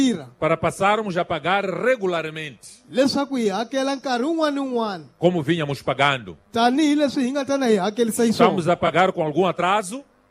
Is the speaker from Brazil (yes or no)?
no; Mozambique; o terrorismo em Cabo Delgado está a afetar a todos nós como moçambicanos.